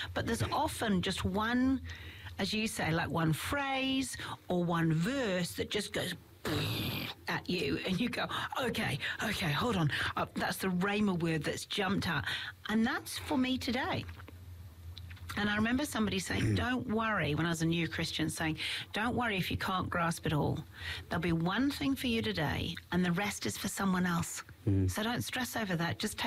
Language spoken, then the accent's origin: English; England, United Kingdom; This book is what England was, well, my home country was built on.